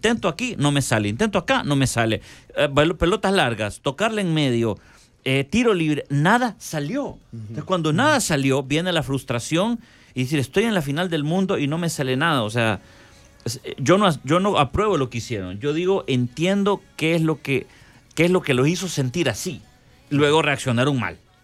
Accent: Argentina; chocar contra una pared yo, que soy argentino?

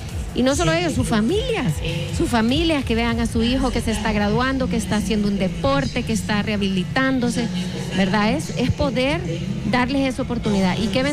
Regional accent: El Salvador

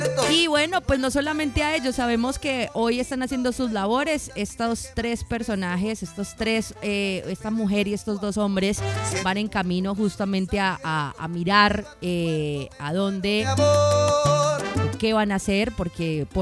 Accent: Cali, Valle del Cauca, Colombia; esos somos los caleños

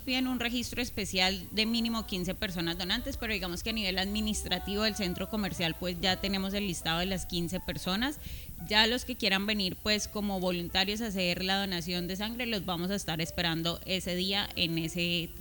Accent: Cali, Valle del Cauca, Colombia; vivirlo como caleños

